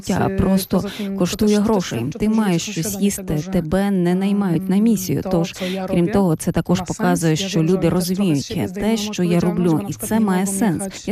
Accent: Poland; ми з Польщі

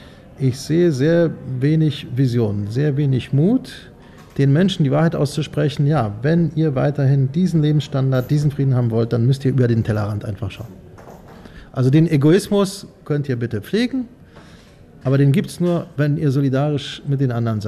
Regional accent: Gdańsk, Pomeranian Voivodeship, Poland; In meiner Heimatstadt Danzig die Verständigung mit skandinavischen Ländern.

